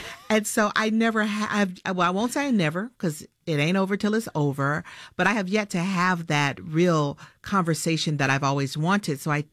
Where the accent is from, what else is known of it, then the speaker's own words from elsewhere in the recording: Atlanta, Georgia, United States; moved away as an adult; I moved back to my hometown.